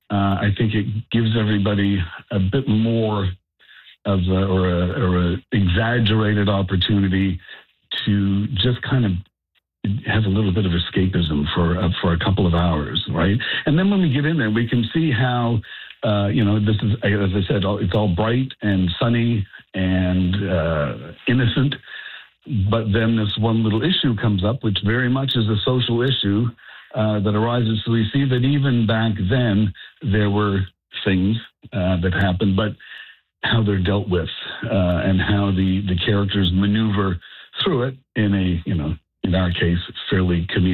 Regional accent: Kentville, Nova Scotia, Canada; But I'm from Kentville, and it was starting to get a little onerous to be traveling back and forth

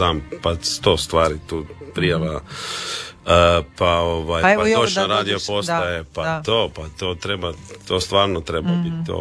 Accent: Pag, Zadar County, Croatia; Rodom sam ja sa Paga

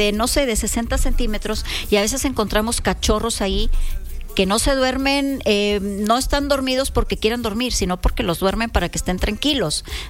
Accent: Monterrey, Nuevo León, Mexico; a los que somos de Monterrey

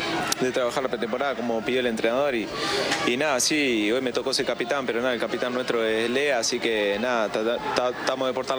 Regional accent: Uruguay; la verdad que soy uruguayo, pero lo festejé

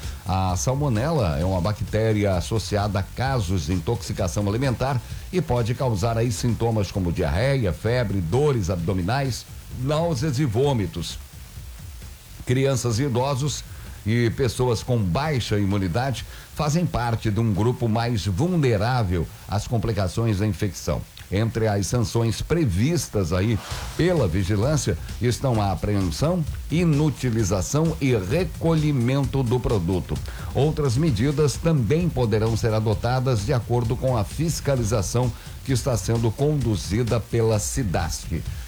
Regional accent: Brazil; somos brasileiros, né?

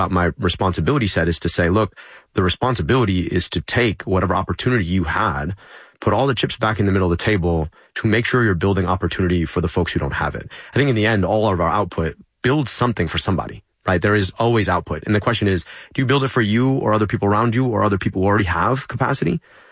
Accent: Pakistan; Like, yes, I'm a citizen of the United Kingdom, but I'm not British. They're British. I'm Pakistani.

